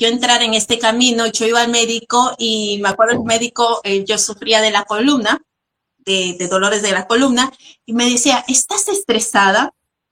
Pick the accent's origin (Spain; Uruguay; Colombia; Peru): Peru; also born or lived in Brazil; yo soy de Perú, o sea, hay vecinitas, yo fui a Brasil también